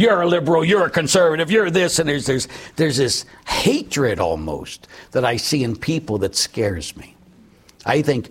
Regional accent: Erie, Pennsylvania, United States; I'm from Erie, PA

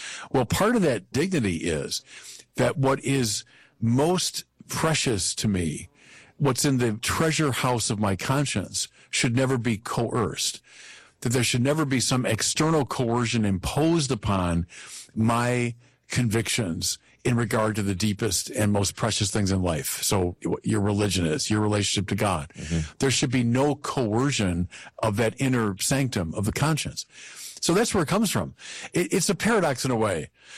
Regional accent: United States; But I'm entering into the public debate precisely as a Catholic. Mm-hmm. And as an American.

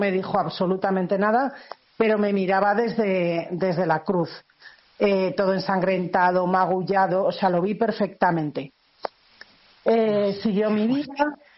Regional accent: Spain; born there

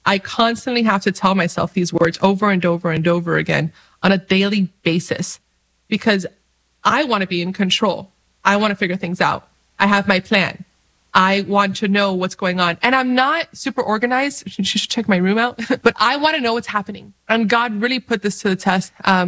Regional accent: Dominican Republic

